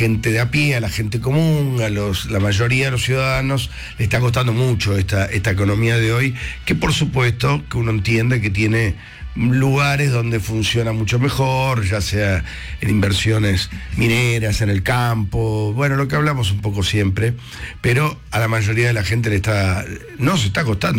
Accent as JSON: {"language": "Spanish", "country": "Argentina", "said": "¿Somos ansiosos los argentinos o es así?"}